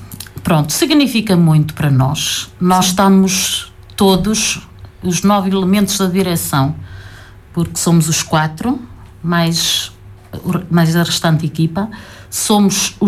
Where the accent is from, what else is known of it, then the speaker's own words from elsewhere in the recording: Portugal; Eu sou nascida e criada em Melheirós de Poiares.